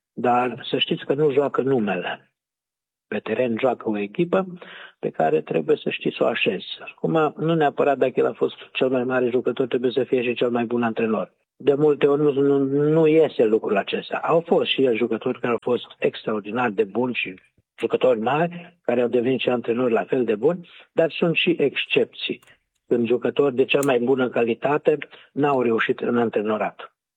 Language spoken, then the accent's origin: Romanian; Romania